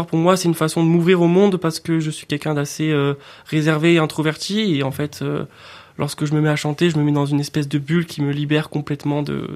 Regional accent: Ajaccio, Corsica, France; also born or lived in Moca-Croce; j'ai grandi, j'étais à Ajaccio, aussi au village à Moca Croce.

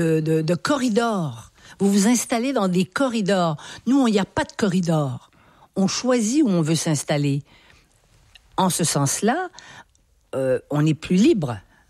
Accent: Quebec, Canada; Oui, nous sommes des Nord-Américains. Oui, nous sommes des Nord-Américains. Ça, je m'en suis rendu compte en arrivant ici.

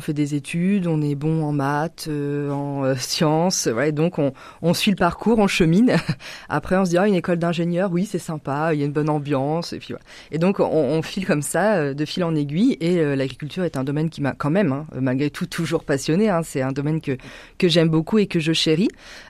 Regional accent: Normandy, France; also born or lived in Paris region / Netherlands; Je suis normande, mais effectivement, j'ai habité en région parisienne pour mes études, puis aux Pays-Bas.

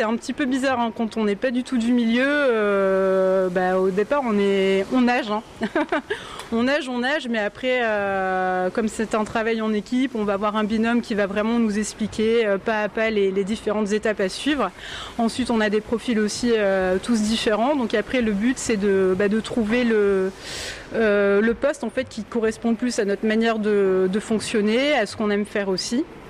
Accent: Hauts-de-France, France

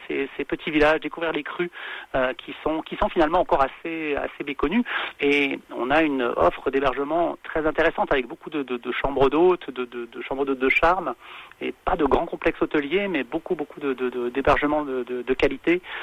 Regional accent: Grand Est, France; Moi, je suis alsacien d'origine, voilà, et je trouve qu'il y a quelques concomitances avec l'Alsace au niveau des paysages.

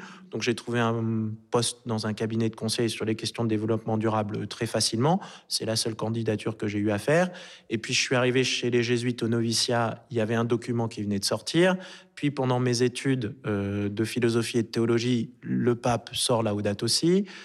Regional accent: Marseille, Provence-Alpes-Côte d'Azur, France; j'ai grandi à Marseille, mais tous les étés, j'allais passer 2 mois dans les terres familiales entre Nantes et Ancenis

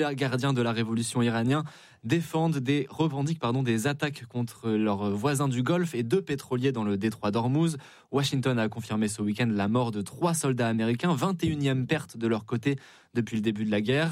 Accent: Île-de-France, France; Dans les Yvelines.

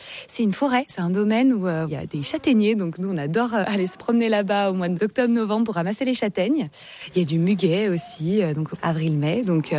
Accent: Embrun, Provence-Alpes-Côte d'Azur, France; Moi je suis d'Embrunay donc je connais un petit peu effectivement ce qui se fait

